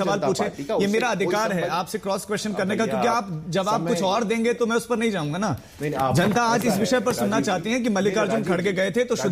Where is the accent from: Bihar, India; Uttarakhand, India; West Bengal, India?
Uttarakhand, India; मैं उत्तराखंड से ही आता हूं, मुझे रियलिटी मालूम है, मैं उत्तराखंड से आता हूं।